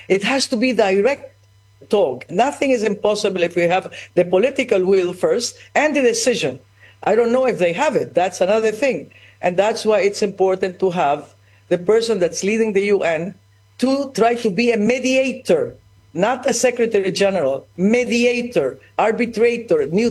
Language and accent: English; Ecuador; I was raised in Ecuador that Peru is my enemy. That as a child, I went to school, that Peru was our enemy that took half of our land